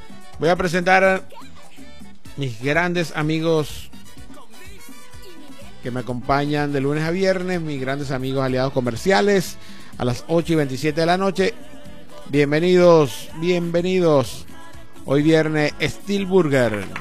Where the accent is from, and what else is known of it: Venezuela